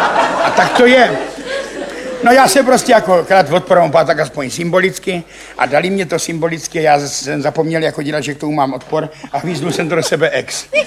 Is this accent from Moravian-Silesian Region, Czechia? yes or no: no; Ivančice, South Moravian Region, Czechia; to na tom nic nemění, jsem z Ivančic, ale nepiju.